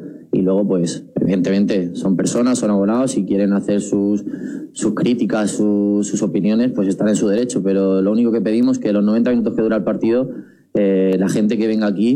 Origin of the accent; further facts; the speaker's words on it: Catalonia, Spain; moved away as an adult; al final hasta los 18 viví allí, soy catalán, tengo mucha familia allí